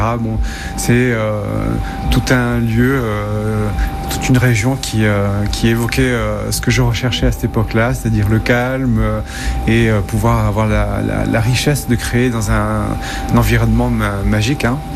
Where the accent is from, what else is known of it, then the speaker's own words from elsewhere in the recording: Ajaccio, Corsica, France; moved away as an adult; also born or lived in London / Paris; now in Bocognano, France; Je suis né à Ajaccio, j'ai grandi là-bas. Je suis parti pas mal d'années ensuite à Londres et Paris pour faire mes études et ensuite travailler dans le milieu de la mode. Je suis rentré en 2016 ici